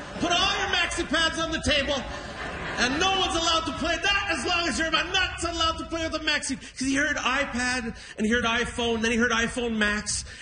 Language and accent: English; Niagara-on-the-Lake, Ontario, Canada; Thank you, Niagara-on-the-Lake, my hometown.